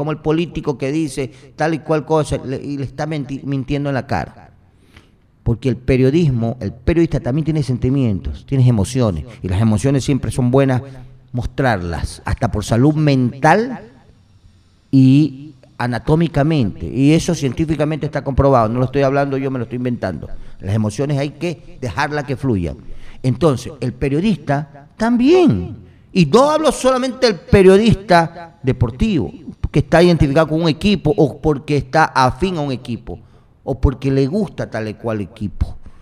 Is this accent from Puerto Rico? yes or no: no; Ecuador